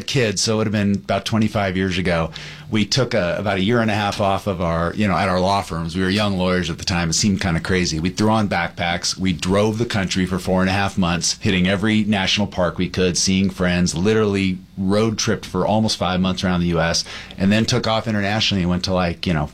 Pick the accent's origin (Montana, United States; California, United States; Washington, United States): California, United States; Diamond Bar; moved away as an adult; now in Venice Beach, Los Angeles, United States; I grew up in the San Gabriel Valley in Walnut Diamond Bar.